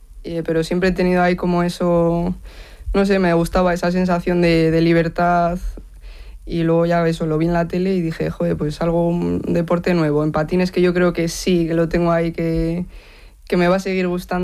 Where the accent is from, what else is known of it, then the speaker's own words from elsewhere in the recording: Logroño, La Rioja, Spain; also born or lived in Madrid; acabé los estudios en Madrid y me volví a Logroño, que yo soy de Logroño.